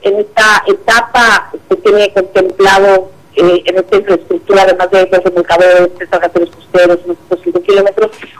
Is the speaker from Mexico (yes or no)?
yes; Mexico; Qué gusto saludarles, May Carmen, Marco, desde este paraíso. Soy de Mexicano, desde la capital mundial de las vacaciones.